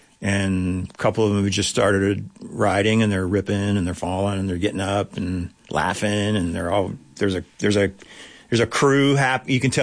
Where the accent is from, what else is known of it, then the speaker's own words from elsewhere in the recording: Big Sandy, Montana, United States; moved away; my hometown in Big Sandy?